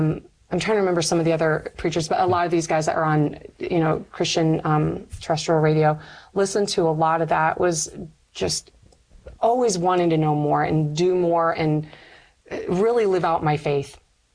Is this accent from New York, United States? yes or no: no; Michigan, United States; Northern Michigan University is also in my hometown